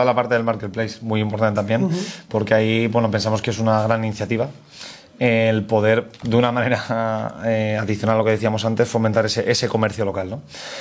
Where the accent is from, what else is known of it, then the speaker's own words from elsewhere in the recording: Valencia, Valencian Community, Spain; yo no soy de Alcoy, soy de Valencia